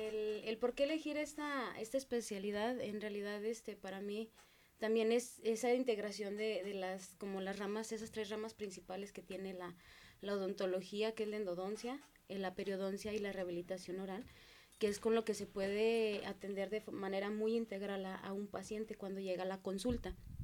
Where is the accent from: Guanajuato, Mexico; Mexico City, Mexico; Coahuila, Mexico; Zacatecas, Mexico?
Zacatecas, Mexico; soy aquí de Zacatecas